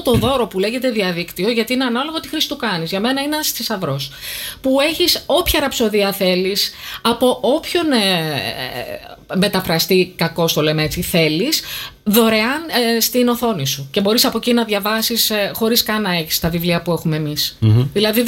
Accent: Greece; εμείς είμαστε Έλληνες

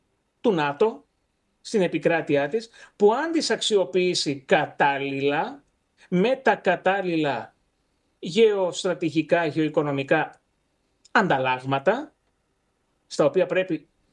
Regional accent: Greece

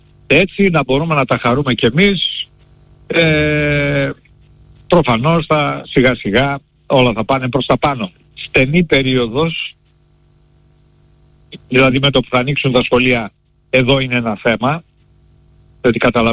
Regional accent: Greece; οι Έλληνες δεν είμαστε τουρίστες στον τόπο μας.

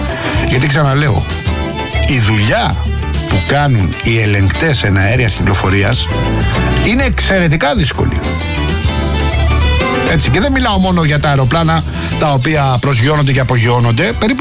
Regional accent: Rafina, Attica, Greece; Την περασμένη Παρασκευή λέγαμε για τη Ραφίνα, τη πατρίδα μου.

